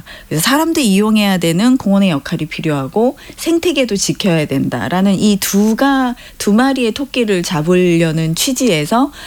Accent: Seoul, South Korea; 저는 서울 사람이라

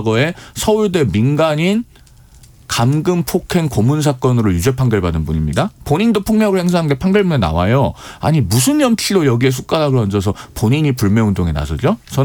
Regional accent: Suncheon, South Jeolla, South Korea; moved away; also born or lived in Gwangju; 제가 고향이 전남 순천이고요. 주민등록상 출생지는 제가 광주입니다.

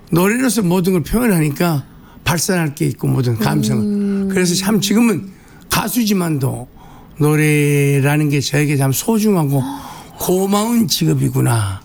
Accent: Jeolla, South Korea; 제가 음식을 또 전라도 사람이라

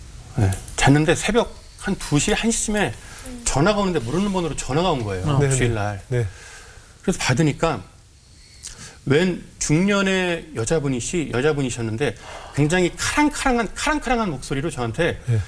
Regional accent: Chuncheon, Gangwon, South Korea; 제가 고향이 강원도 춘천인데

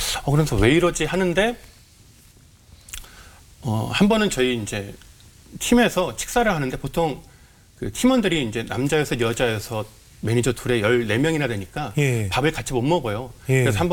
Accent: Chuncheon, Gangwon, South Korea; 휴가를 얻어서 춘천 고향집에 잠깐 들어왔습니다.

